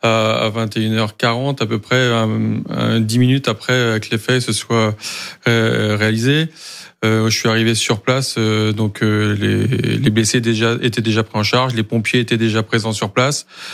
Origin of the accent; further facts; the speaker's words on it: Erquy, Brittany, France; chez nous, à Erquy